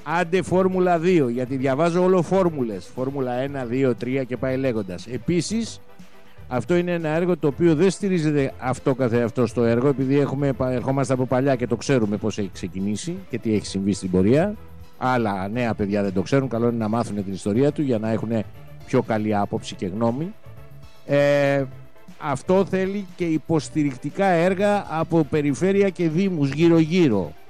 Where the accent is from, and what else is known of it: Nafpaktos, West Greece, Greece; born there